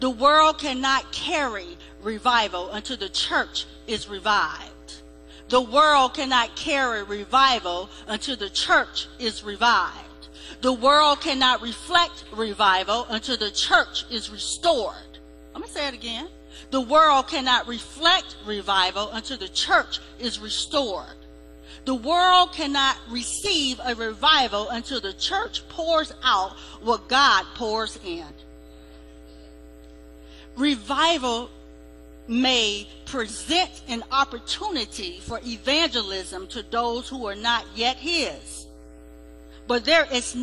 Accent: the South, United States; Growing up in the South

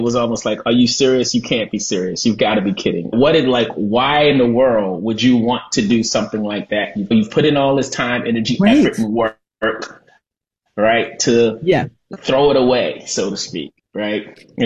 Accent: Baltimore, Maryland, United States; where we grew up in Baltimore, don't know how much you know about Baltimore

